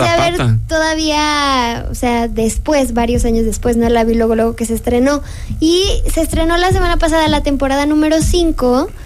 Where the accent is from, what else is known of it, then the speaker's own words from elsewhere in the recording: Mexico City, Mexico; accent: chilango; also born or lived in Monterrey; Yo no logro identificar el cantadito. Cuando viví en Monterrey me decían que yo traía el cantadito. ¿Del chilango? Del chilango, pero yo no siento que tenga cantadito chilango.